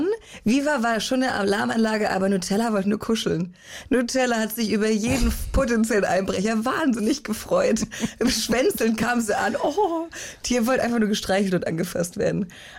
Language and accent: German; Rottweil, Baden-Württemberg, Germany; born or raised there; moved away; also born or lived in Deißlingen / Stuttgart / Berlin